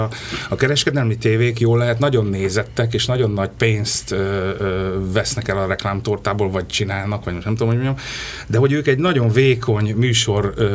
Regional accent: Hungary; Most ha itt te születtünk, akkor miért ne vágjuk már egyrészt jó pofát hozzá, másrészt hihetetlen jó helyen élünk.

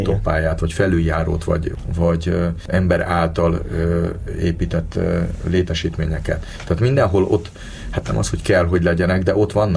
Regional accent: Budapest, Hungary; ugye én is pesti vagyok

